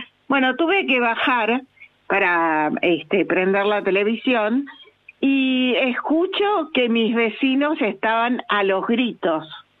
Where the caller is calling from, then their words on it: Acasuso, Buenos Aires Province, Argentina; de Acasuso.